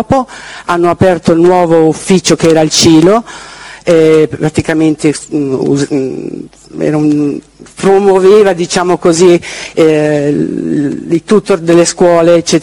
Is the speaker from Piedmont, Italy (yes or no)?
yes; Stresa, Piedmont, Italy; born there; Sono nata a Stresa il 13 ottobre 1958.